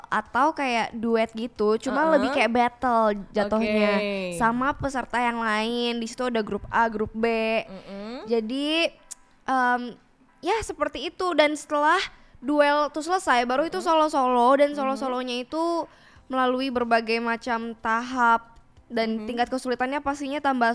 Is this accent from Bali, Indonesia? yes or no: yes; Bali, Indonesia; Iya dari berbagai Indonesia dan aku dari Bali, satu-satunya dari Bali.